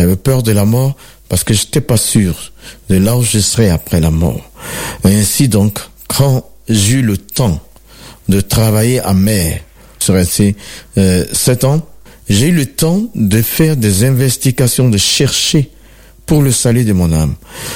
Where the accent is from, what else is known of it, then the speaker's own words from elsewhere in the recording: Côte d’Ivoire; je suis originaire de la Côte d'Ivoire.